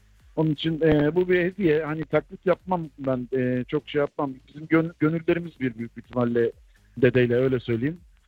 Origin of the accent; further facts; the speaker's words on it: Kadıköy, Istanbul, Turkey; Ben Kadıköylüyüm, öyle söyleyeyim.